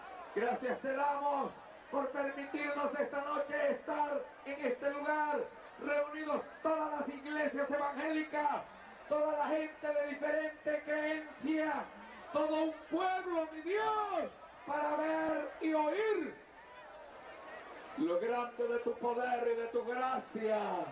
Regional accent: Altagracia de Orituco, Guárico, Venezuela; A la edad de 14 años, en mi pueblo natal, la ciudad de Altagracia de Orituco, en el estado Guárico

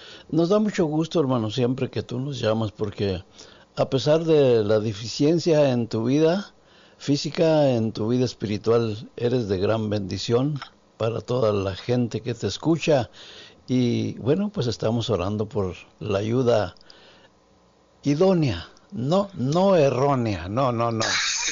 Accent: Matehuala, San Luis Potosí, Mexico; moved away; A ustedes que nos escuchan allá en San Luis Potosí, Matehuala y la región de Norias del Conde. Mi pueblo querido, hermano.

